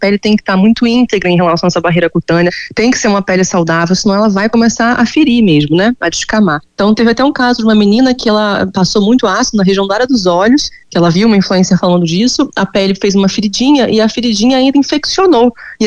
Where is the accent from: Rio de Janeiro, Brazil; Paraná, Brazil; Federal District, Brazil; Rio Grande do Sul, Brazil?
Rio de Janeiro, Brazil